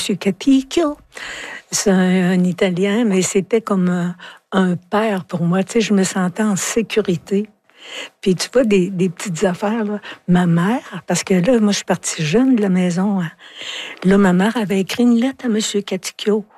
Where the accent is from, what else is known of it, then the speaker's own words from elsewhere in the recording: Quebec, Canada; Mais tu sais, je viens de l'Abitibi